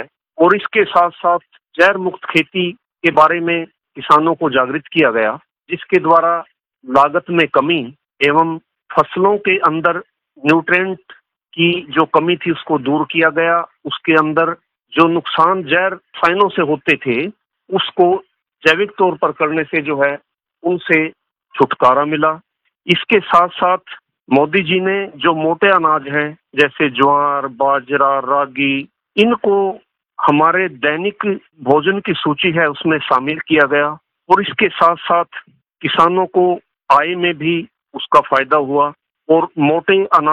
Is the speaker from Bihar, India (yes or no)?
no; Sanwali, Haryana, India; District Karnal, गांव सांवली का रहने वाला हूं और 40 सालों से जो है कृषि कार्य से जुड़ा हुआ हूं।